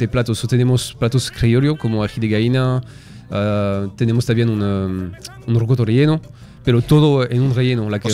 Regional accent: France; Spanish is a second language; now in Peru; venir a Perú y un francés va a abrir un restaurante peruano.

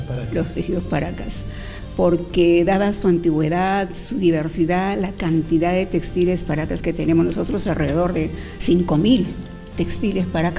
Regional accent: Peru

